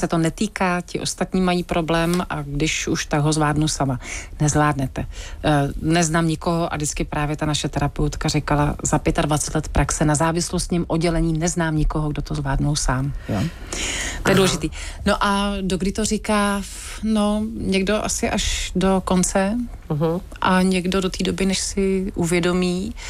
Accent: Plzeň, Plzeň Region, Czechia; jsem z Plzně

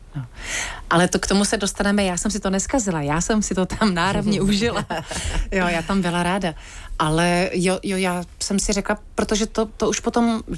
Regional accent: Plzeň, Plzeň Region, Czechia; jsem z Plzně

